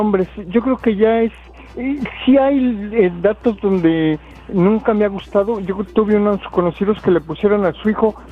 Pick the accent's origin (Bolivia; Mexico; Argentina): Mexico; now in United States; yo soy mexicano.